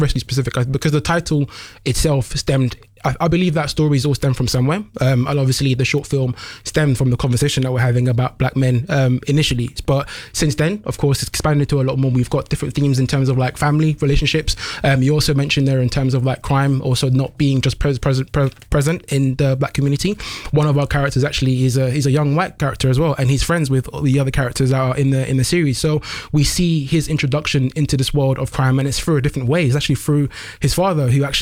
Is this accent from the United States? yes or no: no; London, United Kingdom; because I think for me, when I was growing up in London, I had a very similar, I guess options.